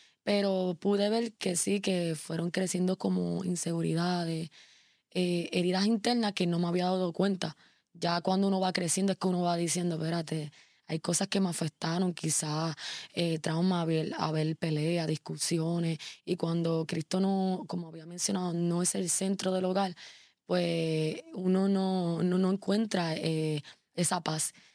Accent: Bayamón, Puerto Rico; Yo soy nacida y he crecido toda mi vida en el pueblo de Bayamón

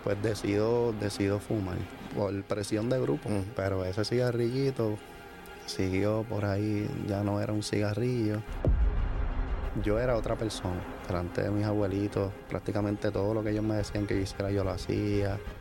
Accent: Carolina, Puerto Rico; soy de, ¿verdad?, donde nací fue en Carolina, me crié, ¿verdad?, en el barrio de Buenavista.

